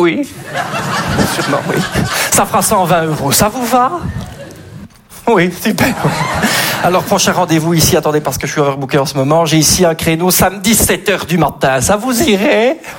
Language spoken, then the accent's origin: French; Belgium; je suis belge.